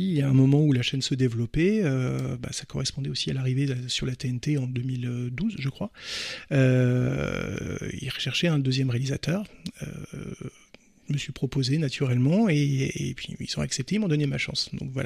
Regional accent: Nancy, Grand Est, France; Moi, je suis originaire de Nancy.

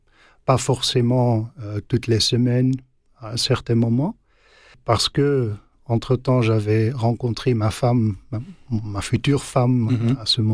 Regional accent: Lokeren, Flanders, Belgium; Ben, je suis grandi en Flandre orientale, pas loin de Gand, c'est-à-dire 20-25 kilomètres de Gand, à une ville qui s'appelle Lokeren.

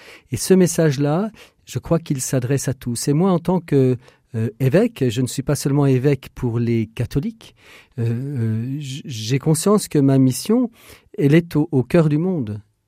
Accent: France; la violence est de plus en plus banalisée dans notre monde et aussi chez nous en France.

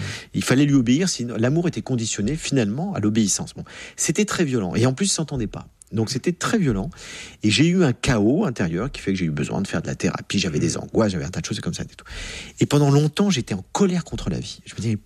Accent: France; Surtout en plus qu'en France, qu'on est français, on se plaint doublement.

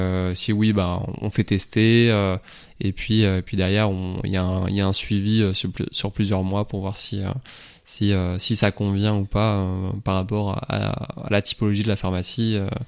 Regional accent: Lorient, Brittany, France; je suis de Lorient, je suis revenu sur Lorient

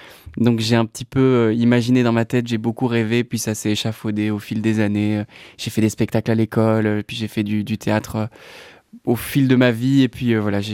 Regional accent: Anthisnes, Wallonia, Belgium; also born or lived in Seraing; Je suis né à Serein, mais j'ai vite migré du coup à Antine par le biais de mes parents qui habitaient là-bas évidemment à ce moment-là.

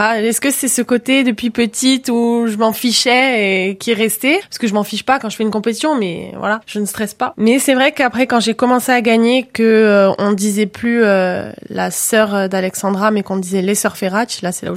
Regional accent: Corsica, France; Quand on est corse, on doit, pour faire des compétitions, partir, prendre l'avion

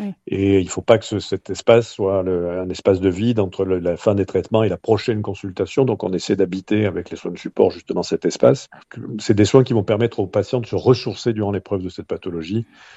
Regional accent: Marseille, Provence-Alpes-Côte d'Azur, France; born or raised there; now in Perpignan, France

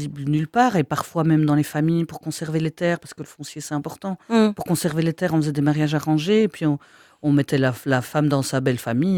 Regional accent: Luxembourg, Belgium; accent: Luxembourg province

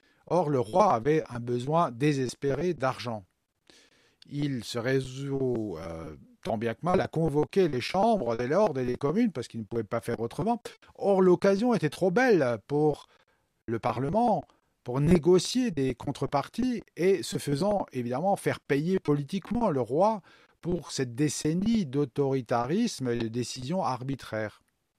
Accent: France; En tant que Français, nous avons souvent tendance à penser

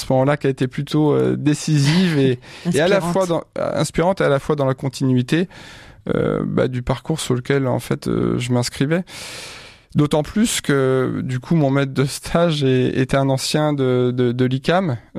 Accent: Chavagnes-les-Redoux, Pays de la Loire, France; Je suis originaire de Chavagnes-l'Herdoux, autour de Pouzauges, donc en Vendée, dans le bocage vendéen.

